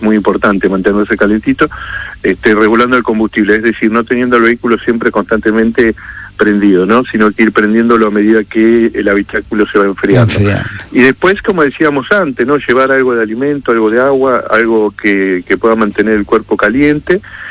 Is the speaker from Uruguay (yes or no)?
no; Santa Cruz, Argentina